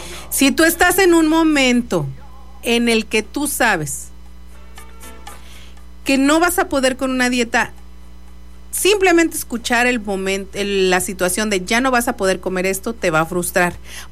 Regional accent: Mexico; aquí como buen mexicano

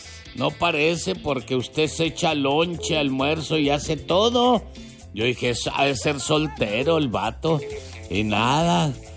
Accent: Delicias, Chihuahua, Mexico; Los que somos más carajos somos los de Delicias. Somos más novieros

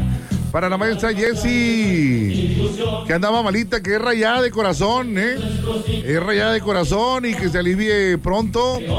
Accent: Monterrey, Nuevo León, Mexico; así somos aquí los regios

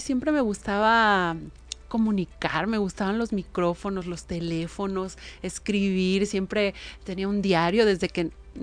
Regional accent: San Marcos, Guerrero, Mexico; also born or lived in Acapulco; yo soy originaria de nací en Acapulco, pero crecí en San Marcos, ¿no? Que está muy cerca de aquí

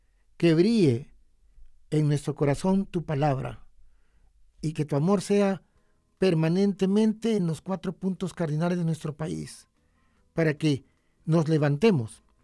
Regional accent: Honduras

